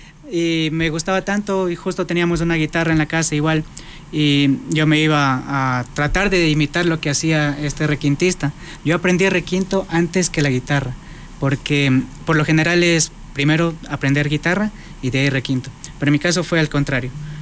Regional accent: Manglaralto, Santa Elena, Ecuador; yo vengo de una familia de músicos. Mis abuelitos fueron músicos. Mi abuelito, de parte de papá, fue trompetista de la banda de pueblo de donde yo soy, de Manglar Alto. Es justamente el ladito de Montañita, en la costa ecuatoriana.

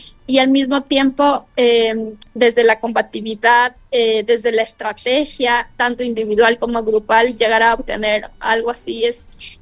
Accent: Ecuador; now in Spain; yo no vivo en mi país Ecuador. Sin embargo, como estoy aquí, yo tengo ya mi residencia

